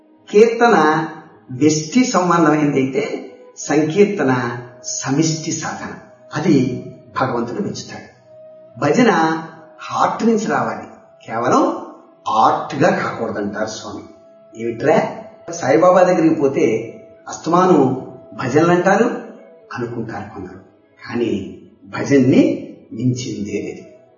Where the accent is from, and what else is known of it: Kolamuru, Andhra Pradesh, India; born or raised there